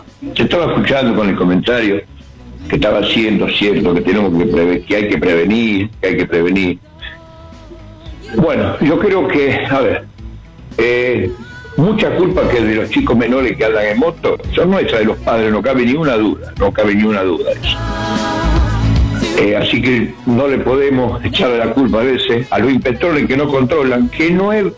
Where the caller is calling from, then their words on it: Chabás, Santa Fe, Argentina; Yo soy de Chabá